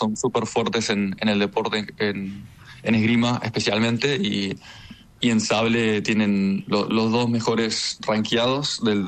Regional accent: Vicente López, Buenos Aires Province, Argentina; Bueno, mi familia es hincha de Racing, pero yo, o sea, nada, crecí acá en Vicente López y mis amigos me llevaron a la cancha

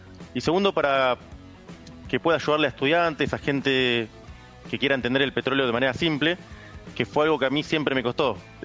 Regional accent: Mar del Plata, Buenos Aires Province, Argentina; yo nací en Mar del Plata, viví ahí, estudié ahí ingeniería industrial, me recibí.

